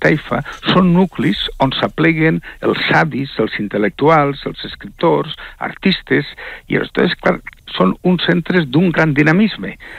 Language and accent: Catalan; Valencian Community, Spain; com a valencià